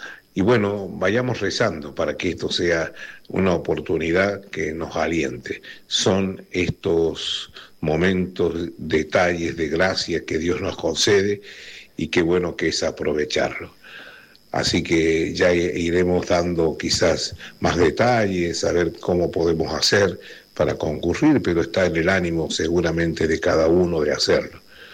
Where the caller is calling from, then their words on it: Córdoba, Argentina; Por de pronto visitará nuestra provincia de Córdoba